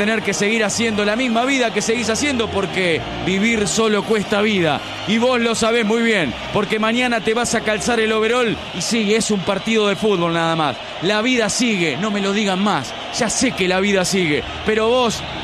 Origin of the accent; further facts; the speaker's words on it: Argentina; Porque somos eso, somos Argentina.